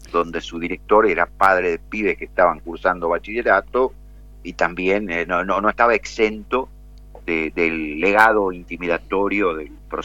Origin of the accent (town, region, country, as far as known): Argentina